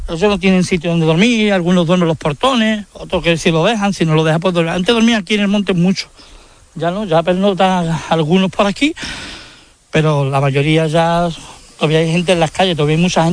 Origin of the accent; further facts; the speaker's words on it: Ceuta, Spain; Yo la lucha que tengo es por mi ciudad, por mis caballas. Aquí no se trata, aquí somos todos españoles.